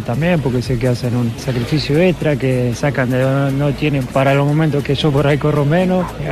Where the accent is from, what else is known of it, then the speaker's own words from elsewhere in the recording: Argentina; demuestra cada día lo que es, lo que somos como argentinos, el orgullo que nos da y nada, muy feliz.